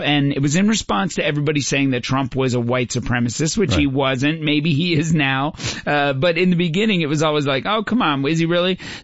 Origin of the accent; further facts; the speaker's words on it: Newfoundland and Labrador, Canada; Of all, I grew up in Newfoundland. Okay, you want to talk about you think you're a white supremacist? Go to Newfoundland.